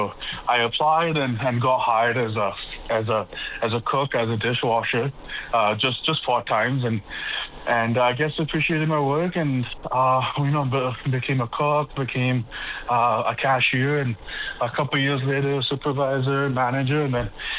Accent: Edmonton, Alberta, Canada; born or raised there; moved away as an adult; also born or lived in Moncton; now in Newfoundland, Canada

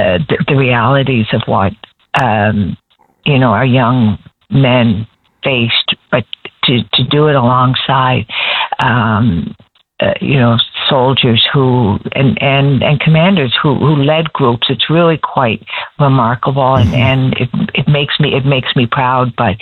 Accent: Newfoundland and Labrador, Canada; as a Newfoundlander and Labradorian

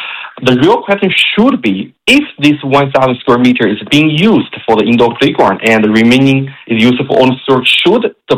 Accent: China; now in Canada; I think as a newcomer, I'm originally from China, and I see every step is new to me. I see the system in Canada

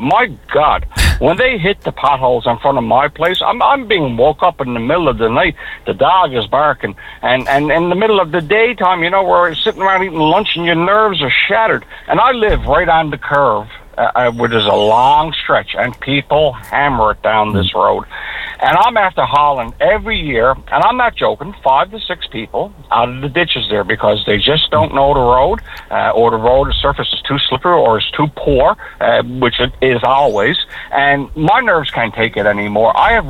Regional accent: Canada; The past 12 years have substantially lowered our standard of living as a Canadian

